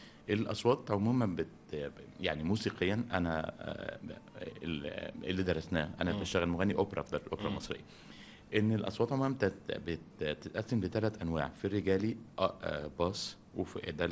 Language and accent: Arabic; Egypt; عندنا في مصر